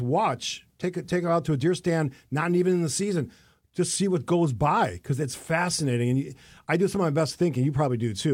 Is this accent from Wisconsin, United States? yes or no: yes; Cudahy, Wisconsin, United States; him growing up in Cudahy, as did I.